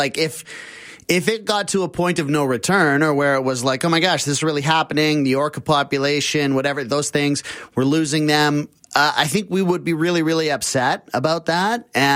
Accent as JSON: {"language": "English", "country": "Canada", "said": "as a Canadian"}